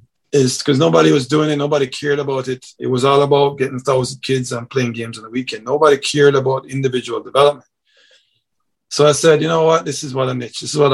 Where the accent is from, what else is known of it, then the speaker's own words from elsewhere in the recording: Jamaica; so my model is based off of how I grew up in Jamaica